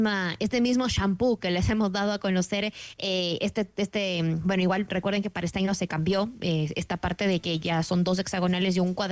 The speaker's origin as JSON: {"language": "Spanish", "country": "Ecuador"}